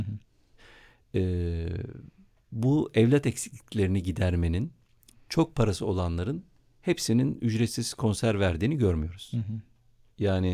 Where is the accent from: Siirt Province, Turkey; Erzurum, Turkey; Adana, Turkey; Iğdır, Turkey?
Siirt Province, Turkey; Bir Siirtli olarak